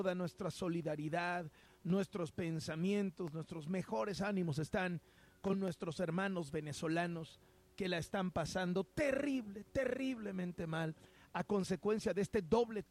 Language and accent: Spanish; Mexico; Creo que nadie como los mexicanos podemos entender a tanta cabalidad lo que están sufriendo nuestros hermanos venezolanos el día de hoy.